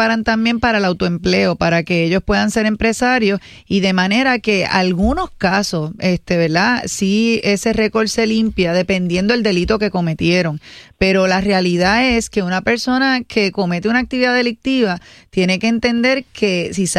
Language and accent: Spanish; Guayama, Puerto Rico; un saludo grande de mi parte, de Guayama.